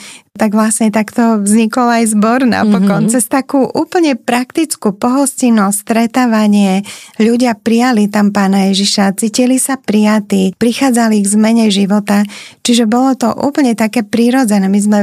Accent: Bratislava, Bratislava Region, Slovakia; ja som bola doma v Bratislave.

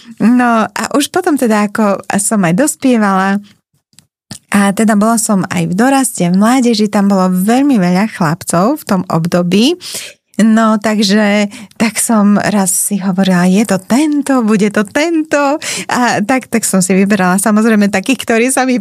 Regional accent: Bratislava, Bratislava Region, Slovakia; Ja som z Bratislavy.

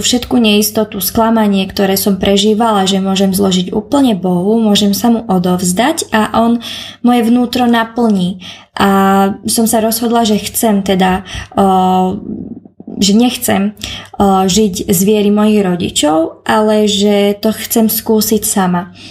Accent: Nové Zámky, Nitra Region, Slovakia; born there; now in Bratislava, Slovakia; vyrastala som ako jedináčik v kresťanskej rodine. Narodila som sa v Nových Zámkoch, potom sme sa presťahovali do iného mesta a teraz bývam už pomaly 8 či 9 rok v Bratislave.

